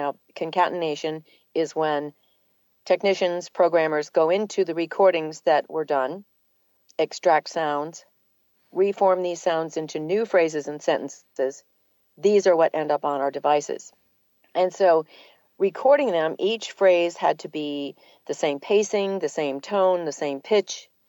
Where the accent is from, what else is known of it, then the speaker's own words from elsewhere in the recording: New England, United States; accent: New England; now in Atlanta, United States; So it was very fortunate that I lost my New England accent.